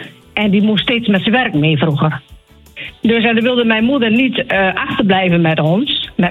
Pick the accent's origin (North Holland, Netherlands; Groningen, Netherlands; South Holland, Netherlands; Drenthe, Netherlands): Drenthe, Netherlands; Schoonoord; born there; also born or lived in Friesland; Ja, mijn hele leven eigenlijk. Niet mijn hele leven. Ik ben er niet geboren.